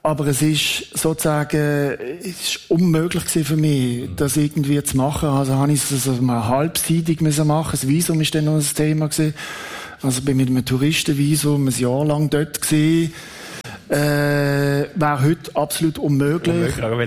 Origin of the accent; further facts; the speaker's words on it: Switzerland; schau, ich bin Schweizer, ich bin neutral, ich laufe jetzt da rein.